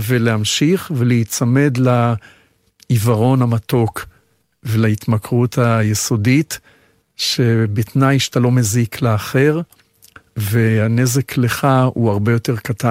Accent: Tel Aviv, Tel Aviv District, Israel; born there

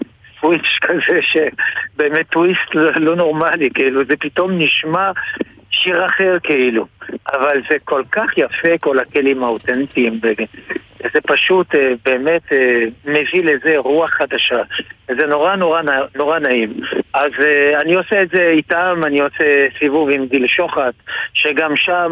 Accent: Casablanca, Casablanca-Settat, Morocco; born or raised there; now in Israel

